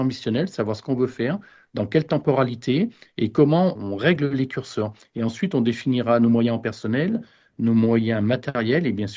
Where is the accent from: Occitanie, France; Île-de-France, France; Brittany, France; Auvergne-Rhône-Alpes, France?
Auvergne-Rhône-Alpes, France; Des touristes qui viennent chez nous en Haute-Savoie